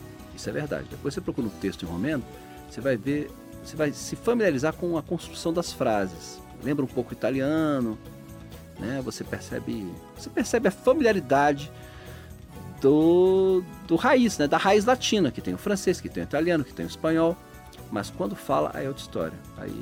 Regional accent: Brazil

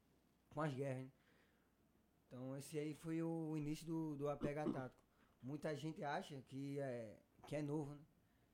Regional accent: Pernambuco, Brazil; moved away as an adult; também sou natural de Pernambuco.

